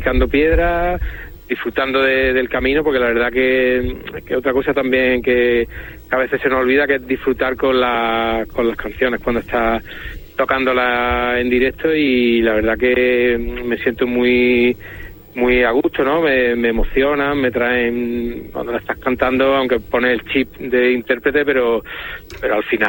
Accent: Córdoba, Andalusia, Spain; nosotros somos de Córdoba

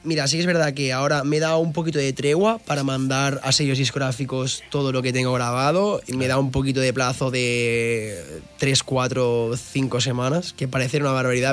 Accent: Sabadell, Catalonia, Spain; Y soy de Sabadell de toda la vida. Y voy al campo desde bien pequeño.

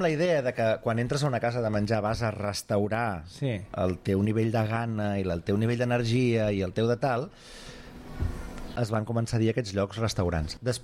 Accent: Catalonia, Spain; som catalans

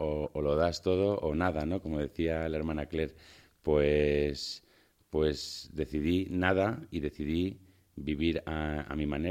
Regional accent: Madrid, Community of Madrid, Spain; born there; yo nací en Madrid, aunque mi familia viene del norte, de Bilbao, y las raíces de mi madre también son del norte. Siempre hemos tenido la familia, la base en Madrid.

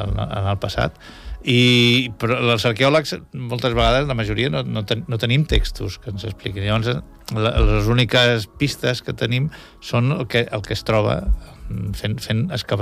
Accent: L'Hospitalet de Llobregat, Catalonia, Spain; also born or lived in Barcelona; now in Calafell, Spain; Jo vaig néixer vaig néixer a Barcelona a la maternitat, però soc fill d'Hospitalet de Llobregat.

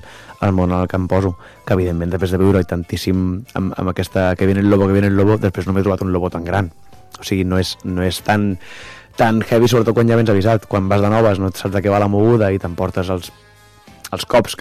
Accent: Cambrils, Catalonia, Spain; Jo soc de Tarragona i tal, soc de Cambrils

